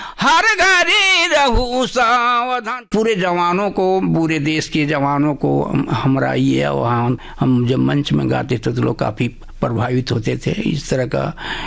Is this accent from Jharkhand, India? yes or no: yes; Jharkhand, India; देखिए, हमारी देश जो है गांवों का देश है, और झारखंड भी हमारा गांवों का मैंने ये राज है, शहर तो गिन चुनके हैं।